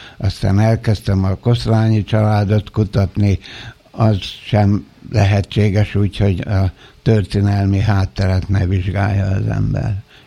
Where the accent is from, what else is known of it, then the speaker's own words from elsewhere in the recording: Budapest, Hungary; born there; tulajdonképpen felsődabasi születésű vagyok majdnem, mivel hogy a bátyám szülés közben, illetve után egy napon belül meghalt, ezért az anyám már a eljövendő köröztapáméknál Budapesten várta a szülési időpillanatát, és így kórházba születtem a 13. kerületben.